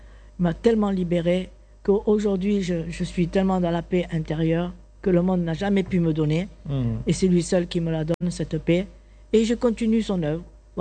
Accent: Martigues, Provence-Alpes-Côte d'Azur, France; born there; moved away as an adult; now in Côte d'Ivoire; Donc, moi, je viens de France. Je suis née à Martigues, en Provence. Et mes origines sont siciliennes.

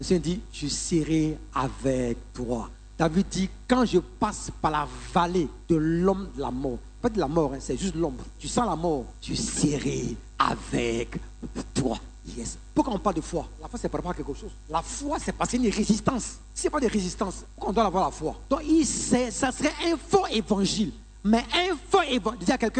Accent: Yopougon, Abidjan, Côte d’Ivoire; Notamment chez moi, à Yopougon. On aime ça.

